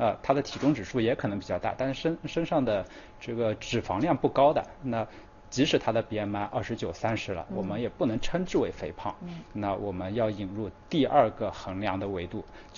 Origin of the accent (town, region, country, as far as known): China